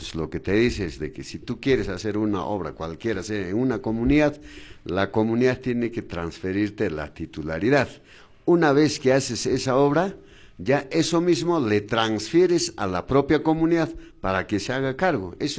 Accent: Chumbivilcas, Cusco, Peru

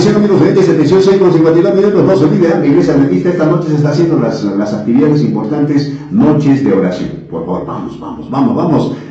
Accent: Canchis Province, Cusco, Peru; now in Chumbivilcas, Peru; el Vinicunca es de mi tierra linda, de mi provincia linda, provincia de Canchis

